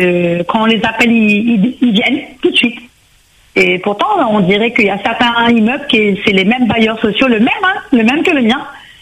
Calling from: Saint-Denis, Réunion; j'habite sur Sainte-Clotilde

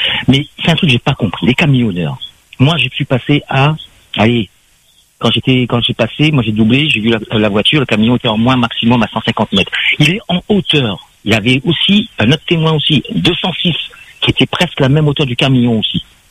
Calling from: Saint-Leu, Réunion; moi j'habite à Saint-Leu

